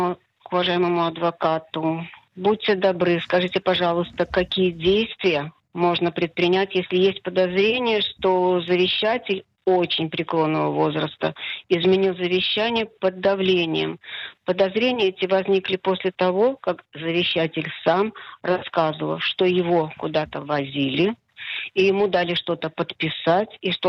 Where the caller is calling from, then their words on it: Ashkelon, Southern District, Israel; из Ашкелона.